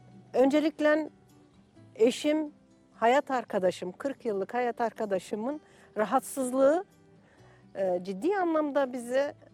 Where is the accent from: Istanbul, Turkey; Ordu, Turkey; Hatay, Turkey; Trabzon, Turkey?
Hatay, Turkey; başta da söylemiştim ben Hataylıyım, Hatay depreminde de 14 tane yakınımı kaybettim bir gecede.